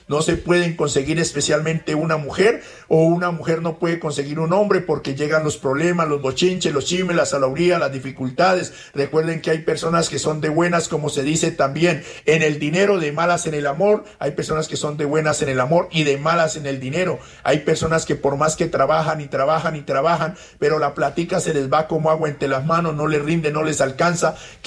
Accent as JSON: {"language": "Spanish", "region": "Putumayo", "country": "Colombia", "tie": "born or raised there", "said": "Putumayo. Me siento orgulloso de ser de esta tierra, como se dice, muy bonita, mis queridos amigos, mi tierra querida, donde directamente somos de la etnia Cofán"}